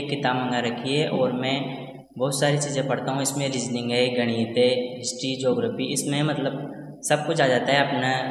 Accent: Asnawar, Rajasthan, India; मैं असनावर का रहने वाला हूँ।

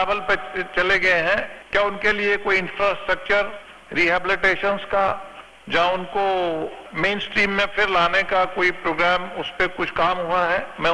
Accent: Jammu and Kashmir, India; मैं जम्मू कश्मीर से आता हूं और हमारा जो पड़ोसी मुल्क है

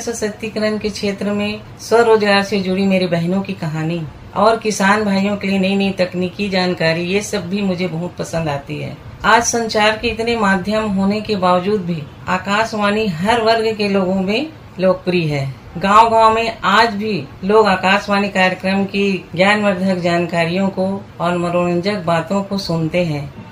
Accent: Gunderdehi, Chhattisgarh, India; गुंडरदी जिला बालोद की रहने वाली हूँ।

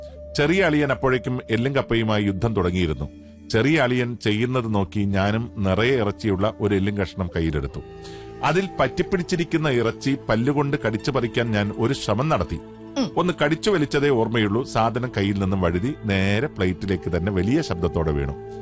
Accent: Thiruvananthapuram, Kerala, India; തിരുവനന്തപുരത്ത് ജനിച്ചു വളർന്ന ഞാൻ ഇതിനെക്കുറിച്ച് കേട്ടിട്ട് പോലുമില്ലായിരുന്നു. കല്യാണ ശേഷമാണ് ആദ്യമായി ഈ ഭക്ഷണം കാണുന്നത് തന്നെ.

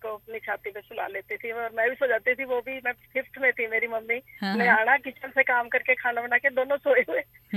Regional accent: Bhota, Himachal Pradesh, India; born there; मैं हमीरपुर भोटा है हमारा गांव

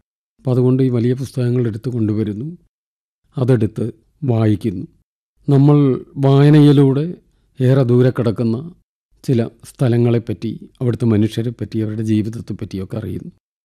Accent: Eyyal, Kerala, India; ഞാൻ 61 ജനിച്ചത്. തൃശ്ശൂർ ജില്ലയിൽ കുന്നംകുളത്തിനടുത്ത് എയ്യാൽ എന്ന് പറയുന്നൊരു ചെറിയ ഗ്രാമത്തിൽ. ഇന്നത്തെ സൗകര്യങ്ങളൊന്നും ഇല്ലാത്തൊരു കാലമാണ്. എൻ്റെ ഗ്രാമം വൈദ്യുതി ഇല്ലാത്ത സ്ഥലമാണ്.

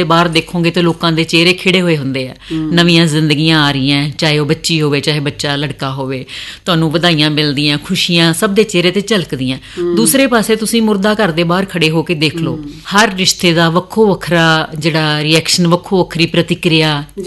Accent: Sultanpur Lodhi, Punjab, India; born there; also born or lived in Ludhiana / England; ਮੁੱਢਲੀ ਸਿੱਖਿਆ ਪਿੰਡ ਹੈਬਤਪੁਰ ਦੇ ਮਿਡਲ ਸਕੂਲ ਤੋਂ ਮੈਂ ਮੁੱਢਲੀ ਸਿੱਖਿਆ ਲਈ, ਫਿਰ ਹਾਈ ਸਕੂਲ ਜਿਹੜਾ ਉਹ ਸੁਲਤਾਨਪੁਰ ਲੋਧੀ ਤੋਂ ਹੋਇਆ

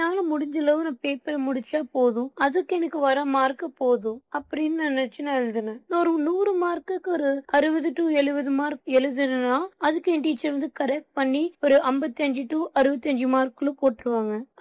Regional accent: Coimbatore, Tamil Nadu, India; எனக்கு வயசு 17. நம்ம கோயம்புத்தூர்ல தான் நான் பிறந்து வளர்ந்தேன். இங்கதான் நான் 8th கிளாஸ் வரைக்கும் படிச்சேன்.

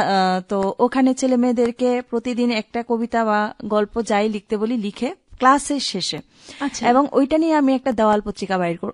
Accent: Udaipur, Tripura, India; আমার বাড়ি উদয়পুর খিলপাড়াতে

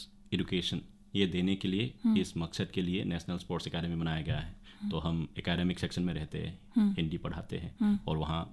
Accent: Manipur, India; मैं खाबा मनिंग लाइकाई से हूँ, पीओ मंत्री पुखरी

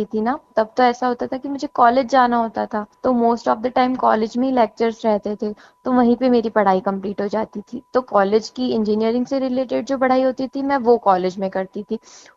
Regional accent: Ratlam, Madhya Pradesh, India; मैं रतलाम मध्य प्रदेश की रहने वाली हूँ।

